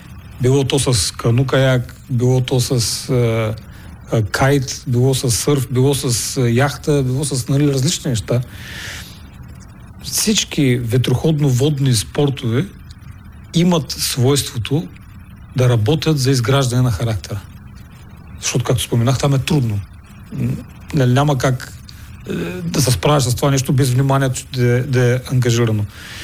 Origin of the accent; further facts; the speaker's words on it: Burgas, Burgas Province, Bulgaria; аз съм бургазлия, много са гордея с това